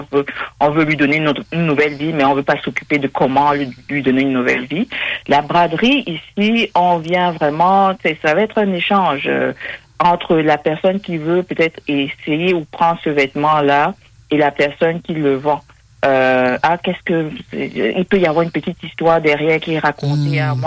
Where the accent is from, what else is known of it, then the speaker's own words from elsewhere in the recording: Cameroon; Je suis originaire du Cameroun.